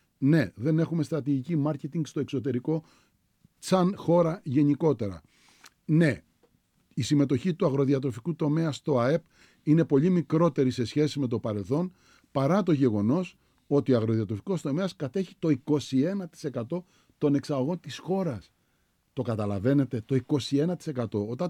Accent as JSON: {"language": "Greek", "town": "Sitia", "region": "Crete", "country": "Greece", "said": "Θα ξαναθυμίσω ότι είμαι από τη ΣΥΤΙΑ"}